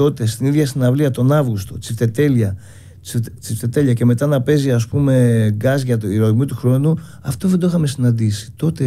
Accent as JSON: {"language": "Greek", "region": "Central Greece", "country": "Greece", "said": "Είναι Φωκίδα κοντά το χωριό μου, αλλά το σημερινό όνομα δεν θυμάμαι."}